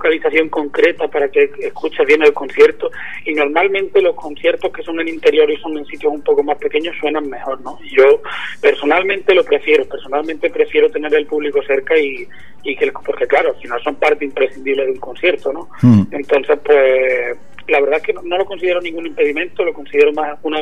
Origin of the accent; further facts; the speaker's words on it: Andalusia, Spain; Sí, efectivamente, nosotros somos de la comarca de la Sierra Sur de Sevilla. Estamos compuestos por miembros del pueblo de Pepa, de donde soy yo